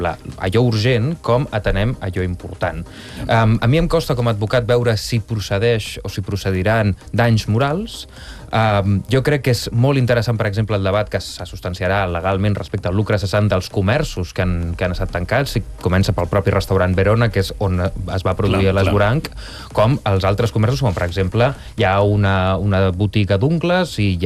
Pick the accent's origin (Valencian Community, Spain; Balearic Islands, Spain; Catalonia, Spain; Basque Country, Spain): Catalonia, Spain; Barcelona; jo sóc del Putxet i el Ferró, i un veí del Putxet em va dir, no, tu ets del Ferró